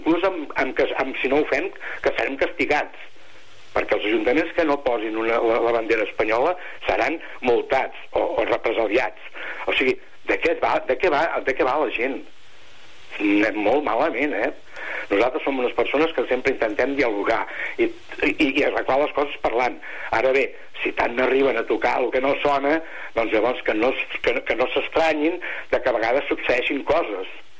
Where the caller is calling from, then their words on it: Catalonia, Spain; nosaltres, els catalans